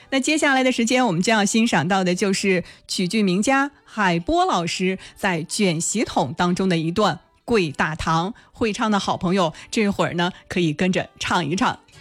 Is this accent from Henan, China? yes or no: yes; Henan, China